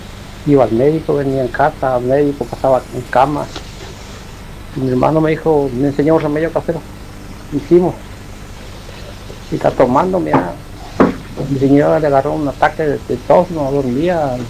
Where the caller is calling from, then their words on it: Argentina; como argentino